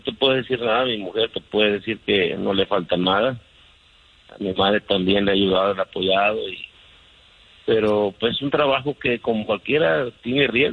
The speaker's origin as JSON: {"language": "Spanish", "country": "Mexico", "moved": "yes", "said": "Mira, yo me vine de México con una deuda y la verdad es que soy mecánico."}